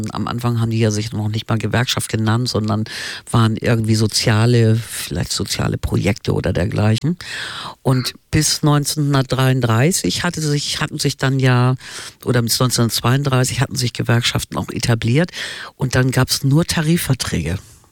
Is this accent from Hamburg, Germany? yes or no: yes; Hamburg, Germany; born there